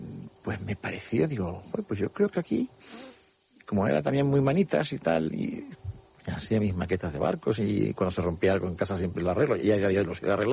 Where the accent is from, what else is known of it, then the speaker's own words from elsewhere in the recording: Canary Islands, Spain; Sí, bueno, pues estudiaba, como todo canario que va a estudiar a Madrid